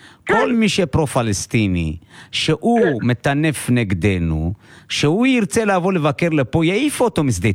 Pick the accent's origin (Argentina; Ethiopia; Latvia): Ethiopia; now in Israel; באנו מאתיופיה, מאיפה יש תעודת לידה?